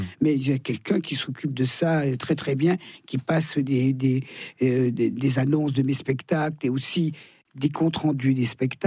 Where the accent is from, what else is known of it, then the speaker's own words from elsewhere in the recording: Thonon-les-Bains, Auvergne-Rhône-Alpes, France; Ah oui, je chante dans ma ville natale